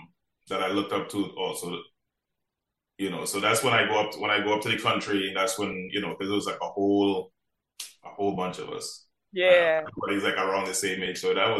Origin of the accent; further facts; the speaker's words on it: Marabella, Trinidad & Tobago; But growing up in Marabella, I wasn't really into the music like that. I was just a normal kid, just running around playing football, that's about it.